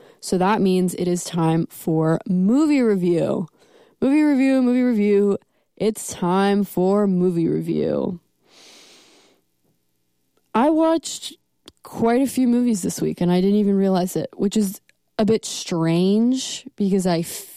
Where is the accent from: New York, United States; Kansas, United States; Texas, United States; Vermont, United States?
New York, United States; Long Island; now in Virginia, United States; because I am from Long Island, New York, proudly so